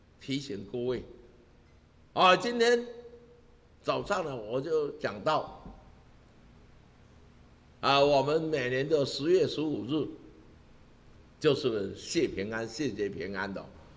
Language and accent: Chinese; Taiwan; 我们台湾